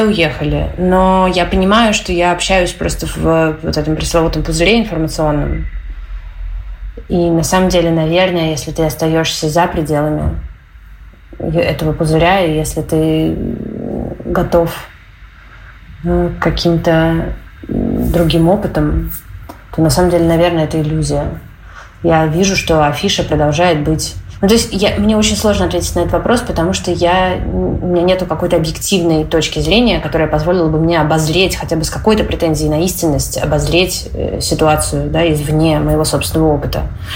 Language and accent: Russian; Moscow, Russia; moved away as an adult; я родилась и выросла в Москве